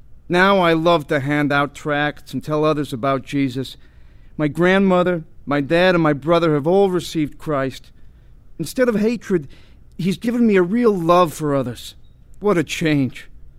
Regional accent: New York, United States; I grew up in New York. Our family was always fighting about something.

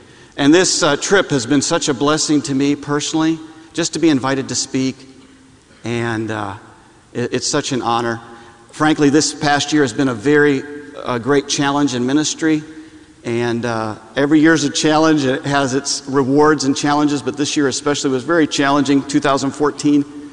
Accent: Michigan, United States; I'm from Michigan, so born and raised Wolverine fan, so...

